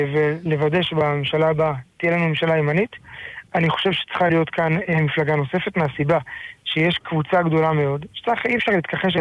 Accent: Kiryat Arba, West Bank, Palestine; now in Samaria; ואני גדלתי בקריית ארבע, אני גר בשומרון, אני כל חיי לא יצאתי מזה

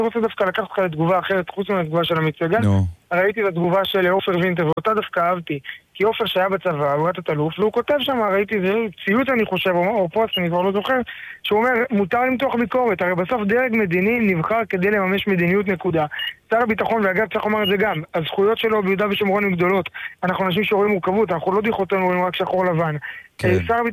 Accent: Kiryat Arba, West Bank, Palestine; now in Samaria; ואני גדלתי בקריית ארבע, אני גר בשומרון, אני כל חיי לא יצאתי מזה

